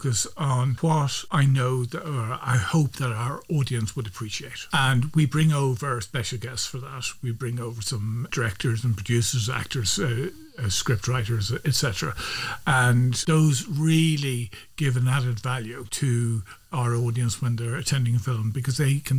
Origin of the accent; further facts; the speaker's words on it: Dublin, Leinster, Ireland; moved away as an adult; now in Luxembourg; I'm from Dublin, Ireland, but I've lived in Luxembourg for over 35 years.